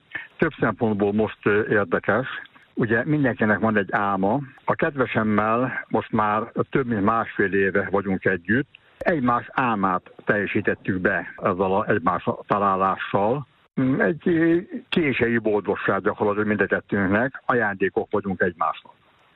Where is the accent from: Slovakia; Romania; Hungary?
Hungary; Nagybeszántó; also born or lived in Apc; A Nagybeszántón cseperedtem. Onnan Apcra költöztünk, de minden nyarat a Nagybeszántón töltöttünk.